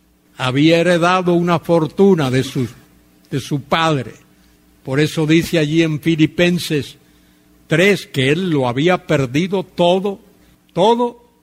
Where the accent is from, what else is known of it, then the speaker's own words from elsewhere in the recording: Spain; moved away; nos da cosa, decimos allá en España.